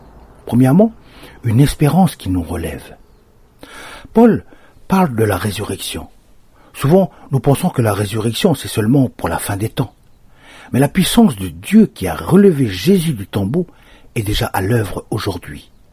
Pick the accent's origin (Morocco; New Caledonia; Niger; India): New Caledonia; Chez nous, en Kanaky Nouvelle-Calédonie